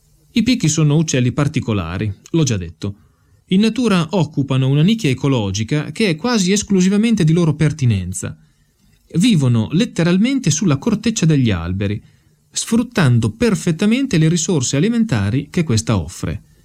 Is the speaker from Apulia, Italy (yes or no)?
no; Emilia-Romagna, Italy; Dalle mie parti, cioè nella campagna pianeggiante ai piedi dell'Appennino modenese e sulle colline